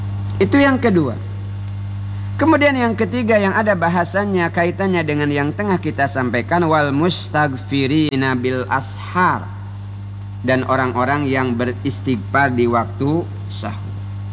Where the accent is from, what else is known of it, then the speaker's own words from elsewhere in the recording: Bangka Belitung Islands, Indonesia; Kata kita orang Bangka, mane kenek, bukanku.